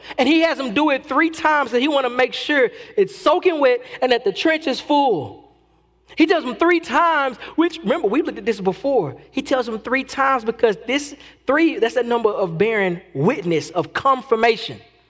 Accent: Texas, United States; I'm not as country as some people think I am, coming from Texas and my accent.

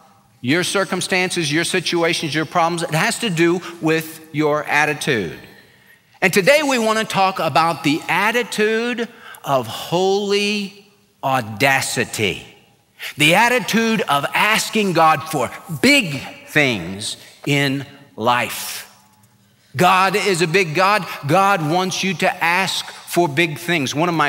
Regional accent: California, United States; we had a pool in my backyard growing up in California.

